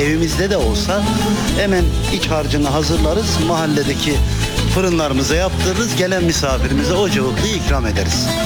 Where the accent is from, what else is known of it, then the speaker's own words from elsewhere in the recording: Develi, Kayseri, Turkey; Biz develer kahvaltıda cıvıklı yeriz.